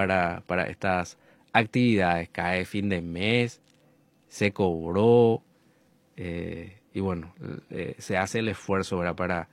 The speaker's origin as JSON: {"language": "Spanish", "country": "Paraguay"}